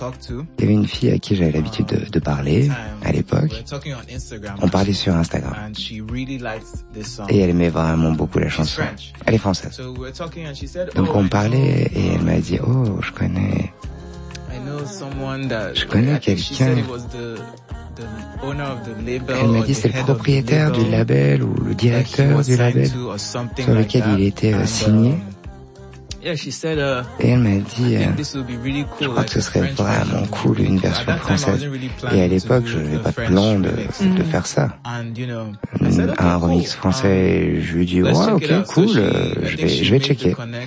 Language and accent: French; Anambra, Nigeria; first language Igbo; French is a second language; C'est en Igbo. C'est ma langue maternelle au Nigeria. Ça vient du sud-est du Nigeria.